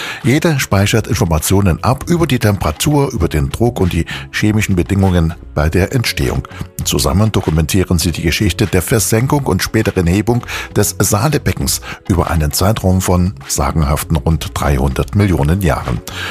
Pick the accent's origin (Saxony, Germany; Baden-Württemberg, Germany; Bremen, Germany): Saxony, Germany; Chemnitz; da gibt's was richtig Neues und Tolles aus meiner Heimatstadt, aus Chemnitz.